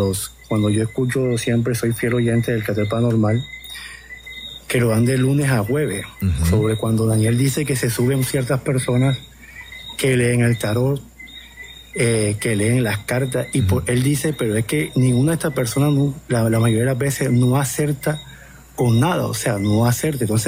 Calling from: Barranquilla, Atlántico, Colombia; Desde la ciudad de Barranquilla.

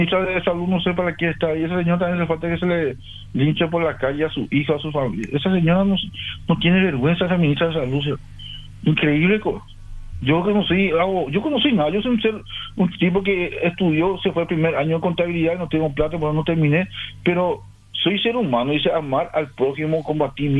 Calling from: Paraguay; como paraguayo

